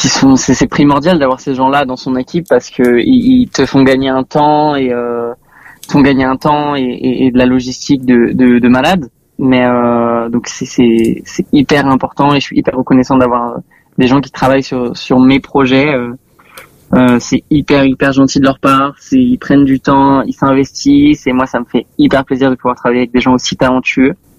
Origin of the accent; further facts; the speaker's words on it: Tremblay-en-France, Île-de-France, France; parce que moi je viens de Tremblay en France. C'était la plus grande salle de ma ville